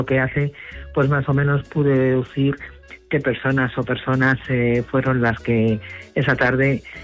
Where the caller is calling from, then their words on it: Madrid, Community of Madrid, Spain; de Madrid.